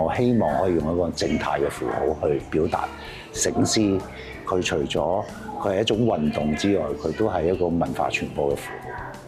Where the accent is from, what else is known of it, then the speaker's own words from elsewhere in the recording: Lingnan, China; 我哋南方人也好啊，嶺南人也好啊